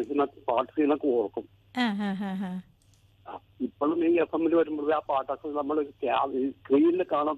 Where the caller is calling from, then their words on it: Tripunithura, Kerala, India; Tripunithura.